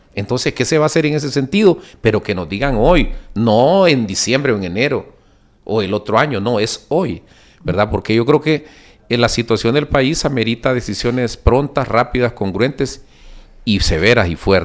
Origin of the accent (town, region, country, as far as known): Honduras